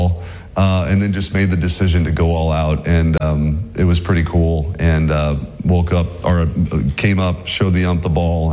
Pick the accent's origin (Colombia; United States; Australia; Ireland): United States; St. Louis, Missouri; I grew up in St. Louis, which is a very Catholic town, and has been referred to as the Rome of the West because per capita, very Catholic.